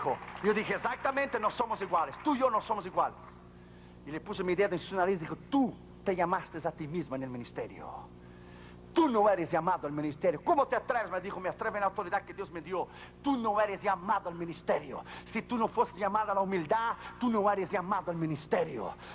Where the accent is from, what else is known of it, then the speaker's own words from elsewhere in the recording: Brazil; Spanish is a second language; now in United States; Yo soy brasileño